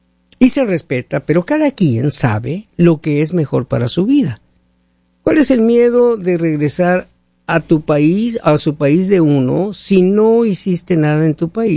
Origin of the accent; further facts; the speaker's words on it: Mexico; moved away; yo que soy mexicano, dejé México, pero México no deja mi corazón.